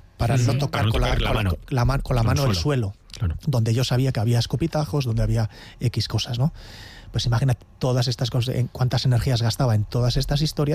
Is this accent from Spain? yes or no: yes; Eibar, Basque Country, Spain; yo soy del Góibar, de un barrio rural llamado San Miguel.